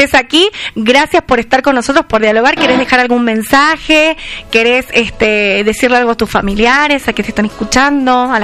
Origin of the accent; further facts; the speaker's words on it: Tucumán, Argentina; Vos viste cómo somos los tucumanos.